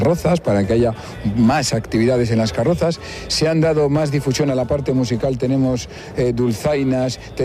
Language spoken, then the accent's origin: Spanish; Logroño, La Rioja, Spain; Nosotros somos, como dice la canción y como dice el himno … Somos capital, pero con alma de pueblo, y eso es bueno.